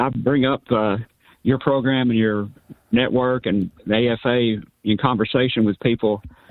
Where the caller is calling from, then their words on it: Chattanooga, Tennessee, United States; I live in Chattanooga. I'm living in an independent living place